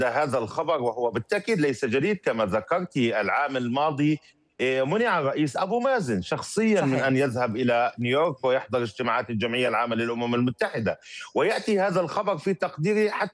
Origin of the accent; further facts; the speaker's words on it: Palestine; أننا كفلسطينيين أصبحنا في نظر الإدارة الأمريكية إرهابيين،